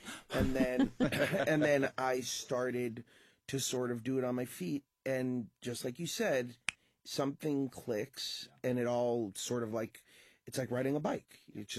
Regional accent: Hollywood, Florida, United States; I grew up in South Florida, and Hollywood, Florida did not have many

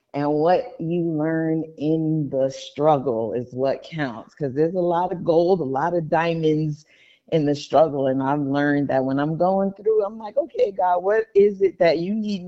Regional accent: New York City, New York, United States; also born or lived in Queens / Long Island; I started out, I grew up in Brooklyn, and then my career started in Queens, and I raised my kids in Long Island. So I am a real New Yorker.

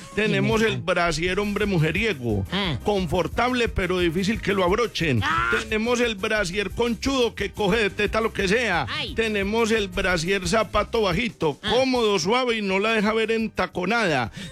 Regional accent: Antioquia, Colombia; Pero usted se imagina uno acá como paisa que es tan buen vendedor.

